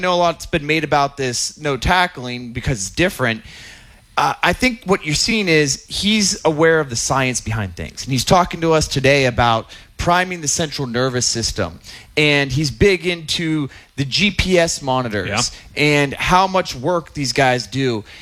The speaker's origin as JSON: {"language": "English", "town": "Latrobe", "region": "Pennsylvania", "country": "United States", "tie": "born or raised there", "said": "And I think he was willing to do it because he knew I'm a local. I grew up here in Latrobe. I understand what Western Pennsylvania is all about."}